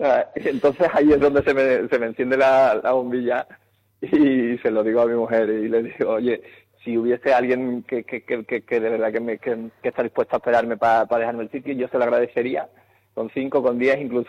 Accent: Chipiona, Andalusia, Spain; now in Seville, Spain; yo soy de Cádiz, soy de Chipiona

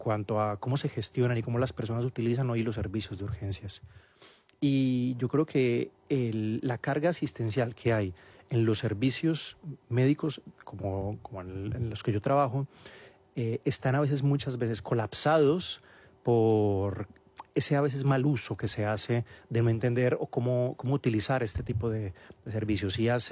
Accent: Colombia; moved away as an adult; cómo lo trabajé en Colombia, porque yo fui médico de urgencias por 5 años en mi país

